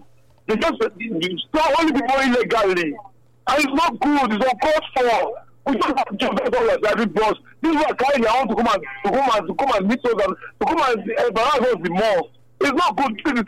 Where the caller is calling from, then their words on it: Benin City, Edo, Nigeria; I'm calling from Benin.